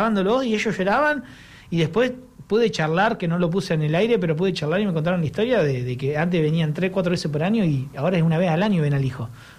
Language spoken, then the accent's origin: Spanish; Junín, Buenos Aires Province, Argentina; Yo soy nacido y criado en Junín, así que nada, dejé a mis hijos allá.